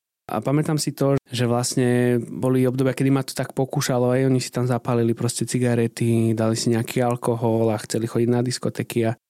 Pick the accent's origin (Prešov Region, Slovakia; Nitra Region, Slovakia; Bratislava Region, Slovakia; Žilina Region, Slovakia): Bratislava Region, Slovakia; Bratislava; Áno, takže … a pochádzam z Bratislavy